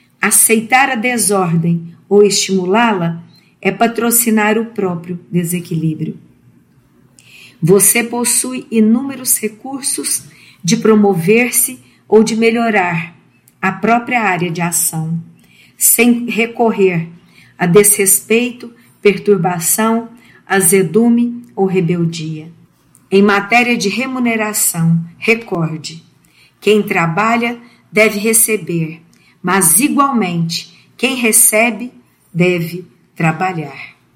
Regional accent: Uberlândia, Minas Gerais, Brazil

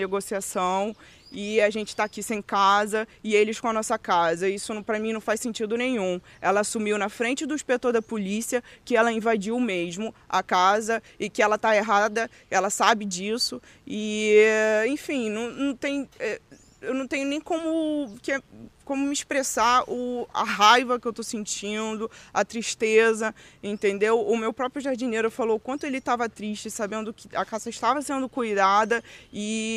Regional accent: São Pedro da Aldeia, Rio de Janeiro, Brazil; Eu cresci nessa casa, nasci aqui em São Pedro da Aldeia. Eu amo esse lugar, brincava aqui com a vizinhança.

